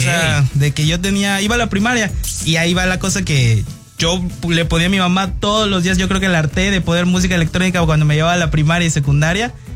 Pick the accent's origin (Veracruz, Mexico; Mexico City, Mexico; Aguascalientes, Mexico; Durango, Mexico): Veracruz, Mexico; Poza Rica; born there; yo nací en Poza Rica